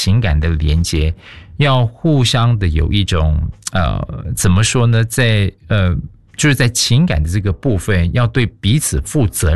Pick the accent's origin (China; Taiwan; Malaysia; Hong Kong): Malaysia; 因为我们是在这个地方出生长大的孩子，我们的意识跟成长的这种经历就只有在马来西亚的一种经验